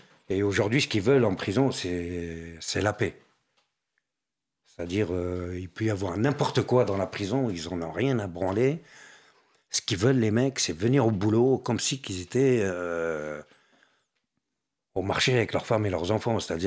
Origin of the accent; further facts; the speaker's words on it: France; Mais monsieur, vous êtes tunisien? Je dis non, je suis français.